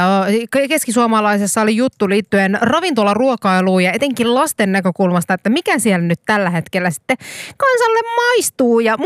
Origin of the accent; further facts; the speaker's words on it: Kuopio, North Savo, Finland; Itse näin niin kuin Kuopiossa kasvaneena